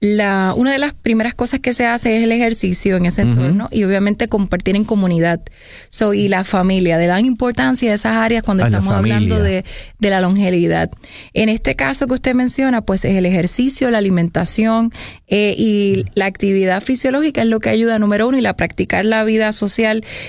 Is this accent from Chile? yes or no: no; Puerto Rico; como latinos, como cultura puertorriqueña